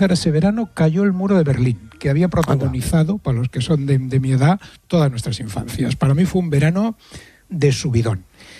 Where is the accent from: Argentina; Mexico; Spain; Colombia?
Spain; now in Madrid, Spain; Y es que, claro, yo soy del Mediterráneo. Entonces aquí, a partir de abril y mayo, las chicas, como vamos yendo por la playa, hasta las rubias se ponen doraditas.